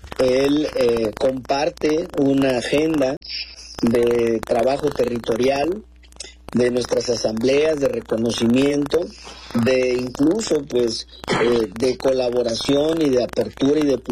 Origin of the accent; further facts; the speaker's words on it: Acapulco, Guerrero, Mexico; En mi caso particularmente de Acapulco, de donde soy originario.